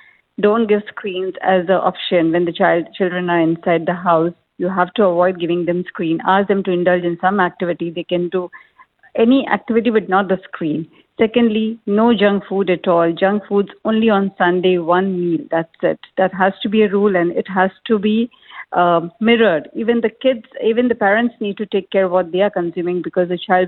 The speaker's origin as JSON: {"language": "English", "country": "India", "moved": "as an adult", "lives_now": "United Arab Emirates"}